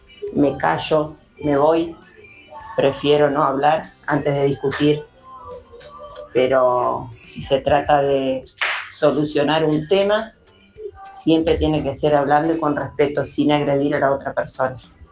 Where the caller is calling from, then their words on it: Concordia, Entre Ríos, Argentina; de Concordia, Entre Ríos.